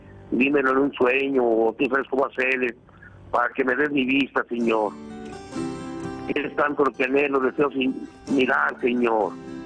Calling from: Villanueva, Zacatecas, Mexico; Sí, estamos hablando aquí de Villanueva, Zacatecas.

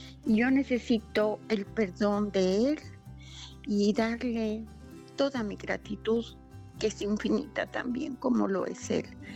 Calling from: Zapopan, Jalisco, Mexico; Me comunico de aquí de Zapopan.

